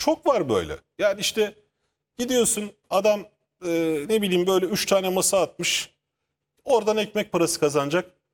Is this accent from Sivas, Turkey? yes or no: no; Ankara, Turkey; Ben bir gecekondu çocuğuyum. Ben Ankara'da bir gecekonduda doğdum. Gecekonduda büyüdük.